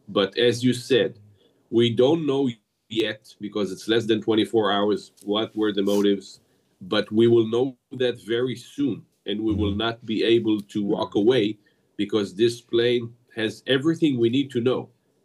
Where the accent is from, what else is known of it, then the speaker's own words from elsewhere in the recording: Israel; I come from, if we look at that in a wider perspective, I come from Israel, and it's a small country which is being challenged by a war for like more than 3 years